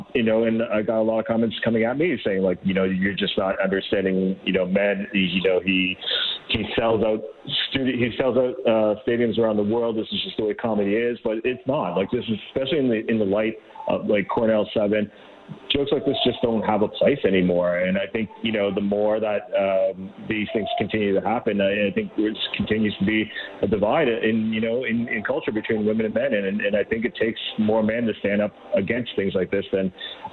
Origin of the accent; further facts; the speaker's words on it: Canada; as a Canadian growing up and being schooled on Terry Fox, I knew everything I knew about Terry.